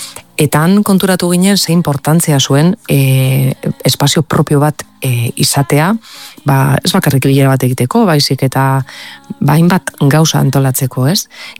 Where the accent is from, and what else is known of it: Arrigorriaga, Basque Country, Spain